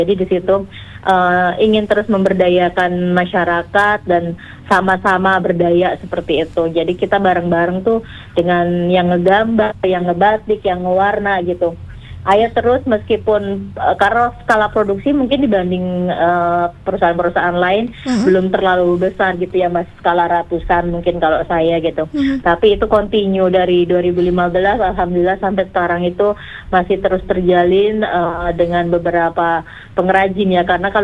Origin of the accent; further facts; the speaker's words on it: Pleret, Special Region of Yogyakarta, Indonesia; Kebetulan saya tumbuh di Pleret gitu ya, orang tua saya di Pleret. Jadi kanan kiri itu produsen batik ya.